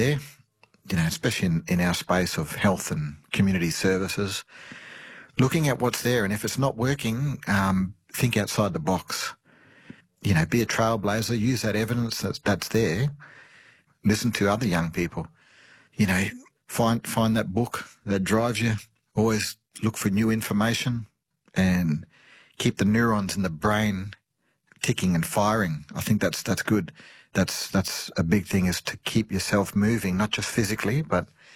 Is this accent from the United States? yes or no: no; Darwin, Northern Territory, Australia; Yeah. So born and raised on Larrakia Country in Darw